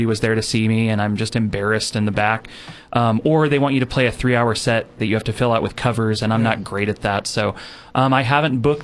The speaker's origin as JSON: {"language": "English", "region": "California", "country": "United States", "tie": "born or raised there", "said": "I grew up in Orchid, and okay. That's where I was born and raised. But my dad moved to California from Louisiana."}